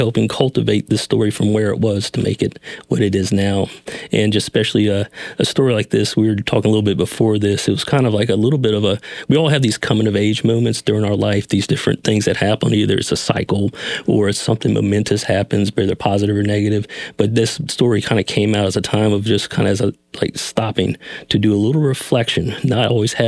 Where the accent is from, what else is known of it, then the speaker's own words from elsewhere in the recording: the South, United States; so it's about kind of some things from my childhood growing up in the South and that type of thing.